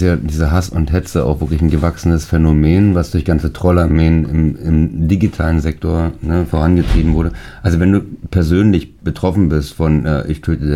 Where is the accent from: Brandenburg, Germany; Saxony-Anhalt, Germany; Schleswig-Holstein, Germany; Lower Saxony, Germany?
Brandenburg, Germany; Brandenburg an der Havel; moved away as an adult; now in Potsdam, Germany; Ich bin in Brandenburg-Havel geboren